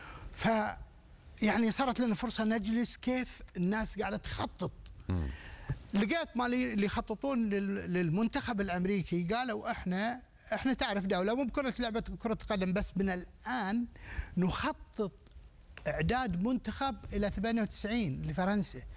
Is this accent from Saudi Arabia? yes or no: yes; Saudi Arabia; يرضينا أو يرضي الشارع السعودي